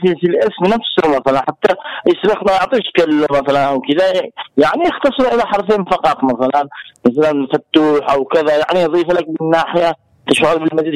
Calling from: Taiz, Taiz Governorate, Yemen; بعض الكلمات العربية عندنا هنا في تعز تختلف عن عدن

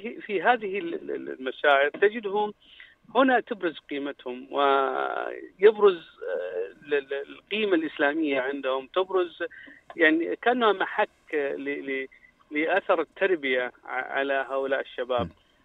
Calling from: Jeddah, Makkah Province, Saudi Arabia; أنا أتكلم من جدة حاليا

